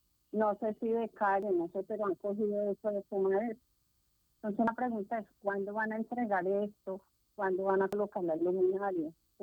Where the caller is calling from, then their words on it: Huila, Colombia; yo soy habitante acá de San Alma, del sector por la 22, con 24